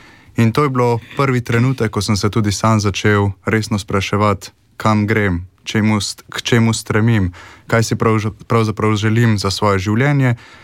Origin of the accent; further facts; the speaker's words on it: Moravče, Central Slovenia, Slovenia; born there; prihajam iz Župnije Moravče, doma nas je 5 otrok, sam sem najstarejši med njimi, odraščal sem na podeželju, tako idilično